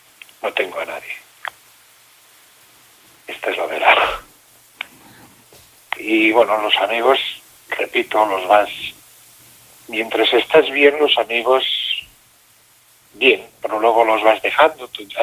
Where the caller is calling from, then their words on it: Santa Cristina d'Aro, Catalonia, Spain; vivo en Alampurdá.